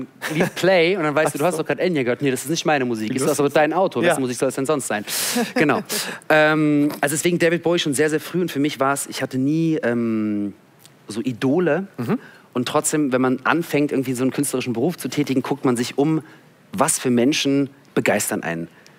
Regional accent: Berlin, Germany; born or raised there

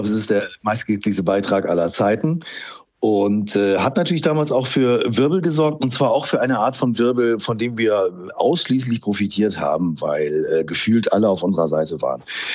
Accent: Rhineland, Germany; Alle verorten mich in Hamburg, aber ich bin Rheinländer

